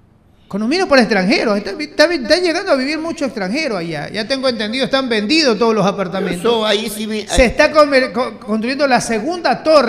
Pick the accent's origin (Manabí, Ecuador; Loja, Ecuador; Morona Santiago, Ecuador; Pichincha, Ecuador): Manabí, Ecuador; Manta; Nosotros somos de Manta.